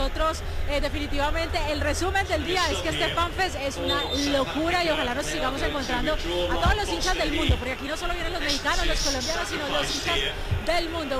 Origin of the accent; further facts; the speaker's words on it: Colombia; Yo tengo una pregunta como colombiana